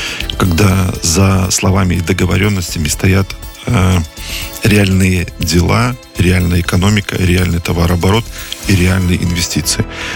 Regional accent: Vitebsk Region, Belarus; Ну, я сам родом из Витебской области, был детально погружен.

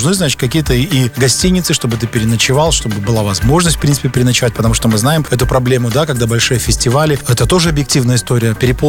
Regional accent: Belarus; Мы, белорусы

